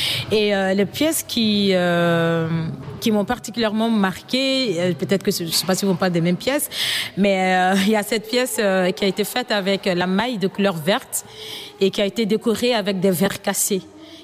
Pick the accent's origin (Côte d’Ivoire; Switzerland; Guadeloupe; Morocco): Côte d’Ivoire; moved away as an adult; now in Belgium; je viens de la Côte d'Ivoire. Je suis en Belgique depuis 7 ans bientôt.